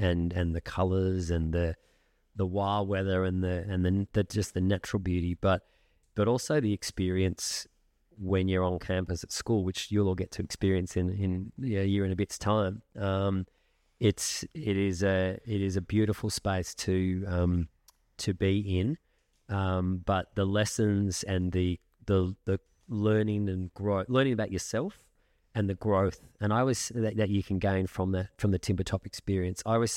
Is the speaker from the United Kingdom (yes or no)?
no; Geelong, Victoria, Australia; I actually grew up here in the house just over the way there on the oval. So I was born in Geelong